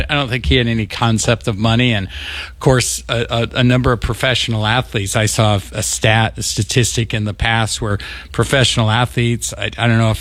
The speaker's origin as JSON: {"language": "English", "region": "Nebraska", "country": "United States", "tie": "born or raised there", "also_born_or_lived": "Sioux City, Iowa", "said": "Of course, I was born in Sioux City, grew up in small town Nebraska."}